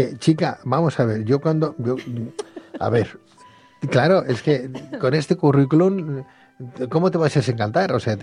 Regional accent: Aragon, Spain; ¿Qué le vamos a hacer? Soy maño.

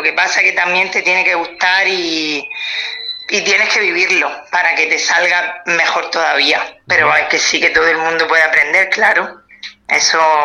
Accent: Lorca, Region of Murcia, Spain; born there; mis padres siempre, bueno, ellos eran andaluces y a mí, pues yo nací aquí en Lorca

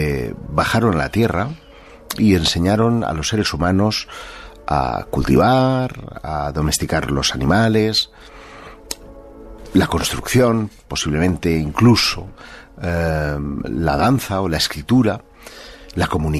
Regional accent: Terrassa, Catalonia, Spain; Mi ciudad natal.

